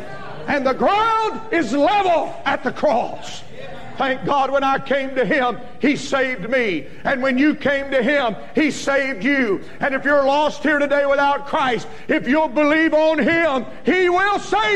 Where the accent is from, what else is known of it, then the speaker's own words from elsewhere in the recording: the South, United States; moved away; It's, again, a joy to be able to be in the South. I'm from the South. I left the South 26 years ago.